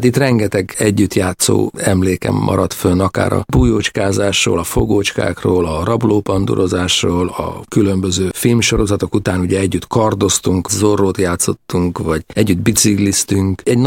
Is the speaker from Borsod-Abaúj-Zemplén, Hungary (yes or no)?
yes; Miskolc, Borsod-Abaúj-Zemplén, Hungary; Én ott születtem, igen, 59. január 18.